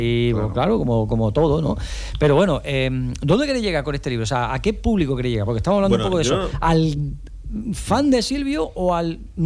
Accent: Almería, Andalusia, Spain; porque somos de Almería, ¿no?

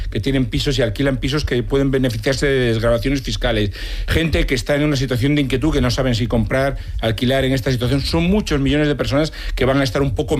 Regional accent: Ferrol, Galicia, Spain; Sí, además somos medio de Ferrol los dos.

